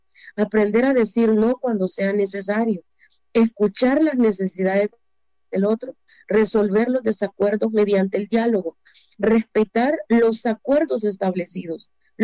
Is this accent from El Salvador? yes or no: yes; San Salvador, El Salvador; moved away as an adult; now in San Miguel, El Salvador; Cuando yo me casé, me vine para acá, para el lado de Oriente, San Miguel. Yo crecí toda mi vida en San Salvador, pero mi familia es del lado de Occidente.